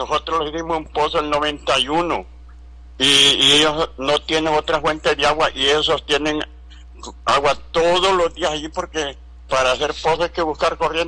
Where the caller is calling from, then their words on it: Francisco Morazán, Honduras; Yo soy de Guayabías. Abajito es Pueblo Nuevo.